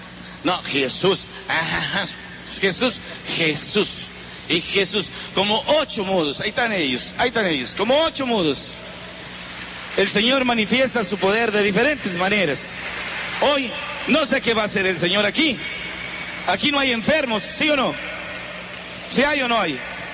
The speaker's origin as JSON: {"language": "Spanish", "town": "Tambaca", "region": "San Luis Potosí", "country": "Mexico", "said": "Ayer en mi comunidad, en mi pueblo, Tambaca, San Luis Potosí, tengo misa"}